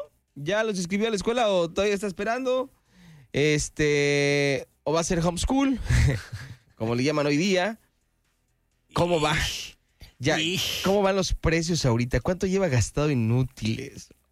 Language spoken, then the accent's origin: Spanish; Nezahualcóyotl, State of Mexico, Mexico; No, me llené mi pueblo, Ciudad Neza.